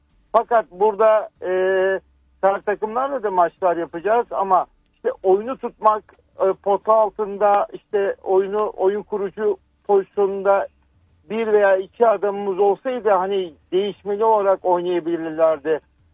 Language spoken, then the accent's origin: Turkish; Trabzon, Turkey; Trabzonluyum, Trabzonspor taraftarıyım.